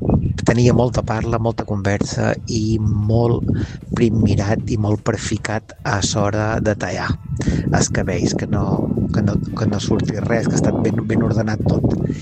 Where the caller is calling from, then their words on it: Sant Agustí des Vedrà, Balearic Islands, Spain; som de Sant Agustí, som d'Eivissa